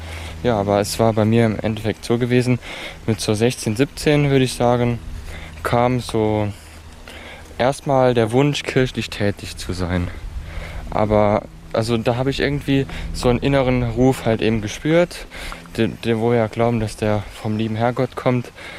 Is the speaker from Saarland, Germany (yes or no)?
yes; Schmelz, Saarland, Germany; also ich komme aus dem Saarland und...